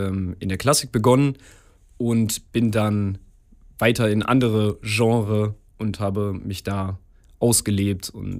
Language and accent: German; Hameln, Lower Saxony, Germany; ich komme aus Hameln und bin hier zur Schule gegangen und habe hier auch die Geige gelernt zu spielen.